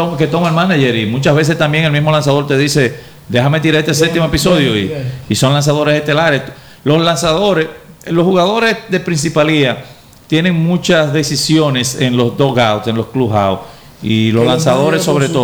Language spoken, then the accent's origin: Spanish; Dominican Republic; somos dominicanos